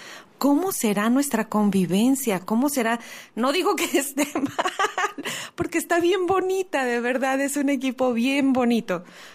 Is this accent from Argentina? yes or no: no; Mexico; la conversión de cada uno de nosotros como mexicanos